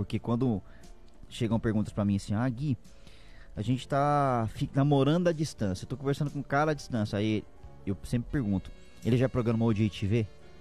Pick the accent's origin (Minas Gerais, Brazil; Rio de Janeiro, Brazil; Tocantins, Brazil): Minas Gerais, Brazil; Uberlândia; moved away; Eu sou de Uberlândia.